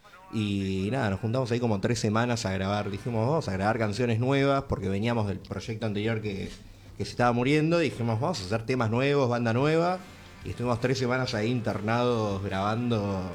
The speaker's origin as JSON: {"language": "Spanish", "town": "San Miguel", "region": "Buenos Aires Province", "country": "Argentina", "said": "somos de San Miguel, de zona norte-oeste."}